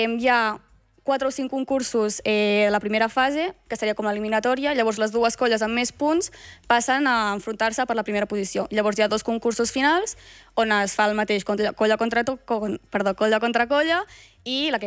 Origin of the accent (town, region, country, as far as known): Torroella de Montgrí, Catalonia, Spain; now in Barcelona, Spain